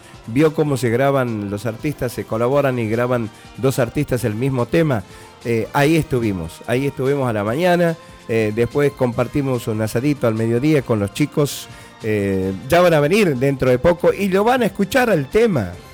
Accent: Monteagudo, Tucumán, Argentina; moved away; mi pueblo querido, Monteagudo.

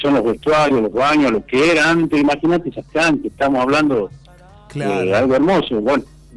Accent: Alderetes, Tucumán, Argentina; yo me crié aquí en Alderete

